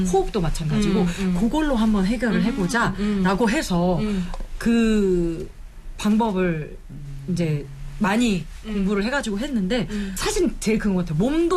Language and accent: Korean; Jeolla, South Korea; 저는 사실 전라도